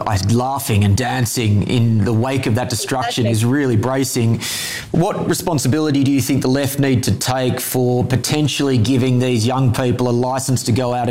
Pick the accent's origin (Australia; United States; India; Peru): Australia; accent: Australian; my Australian accent